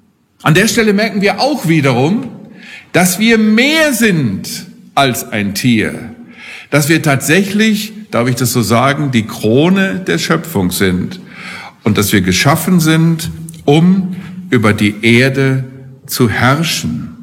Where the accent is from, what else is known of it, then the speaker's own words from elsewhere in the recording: Germany; Wir sind ganz stolz als Deutsche